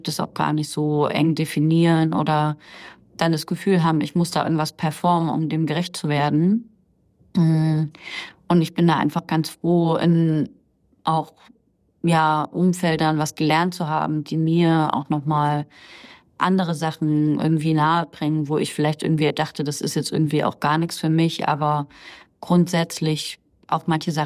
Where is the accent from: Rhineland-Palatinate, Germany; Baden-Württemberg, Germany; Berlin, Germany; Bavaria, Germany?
Bavaria, Germany; born there; also born or lived in East Germany; Ich bin dann in Bayern aufgewachsen